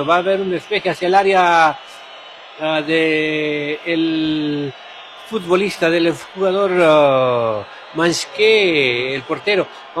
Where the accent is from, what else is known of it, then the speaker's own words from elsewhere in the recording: Peru; somos cuatro peruanos el día de hoy.